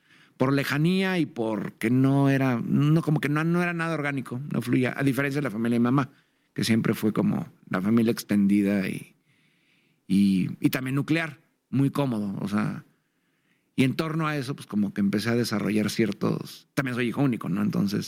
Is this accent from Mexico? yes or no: yes; Mexico City, Mexico; Sí, nací, me crié adicto a la ciudad.